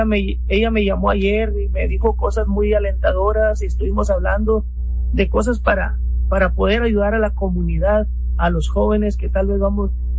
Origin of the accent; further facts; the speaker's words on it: Mexico; now in Rio Grande Valley, Texas, United States; padres a lo mejor machistas que somos por ser mexicanos